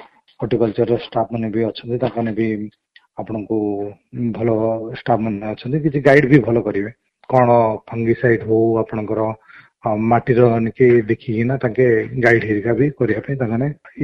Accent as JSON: {"language": "Odia", "town": "Jeypore", "region": "Odisha", "country": "India", "said": "ମୁଁ ଜୟପୁର ବାସିନ୍ଦା।"}